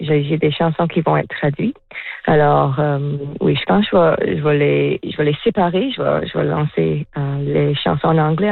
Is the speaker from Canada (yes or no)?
yes; Campbellton, New Brunswick, Canada; born there; French is a second language; now in Nova Scotia, Canada; Je suis née au nord du Nouveau-Brunswick, une petite place appelée Campbellton. Je vis à Nouvelle-Écosse maintenant, mais j'étais née dans une famille bilingue, ma mère est acadienne. Mais quand j'ai déménagé à Nouvelle-Écosse, j'ai perdu beaucoup de mon français.